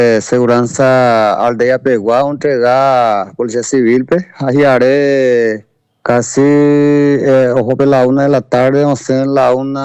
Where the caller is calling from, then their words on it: Amambai, Mato Grosso do Sul, Brazil; de Aldeia Mambay, Mato Grosso do Sul, municipio, cidade de Mambay.